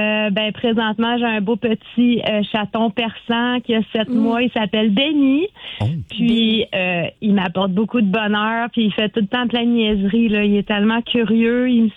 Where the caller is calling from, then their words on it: Quebec, Canada; Moi, je suis de Maisonneuve.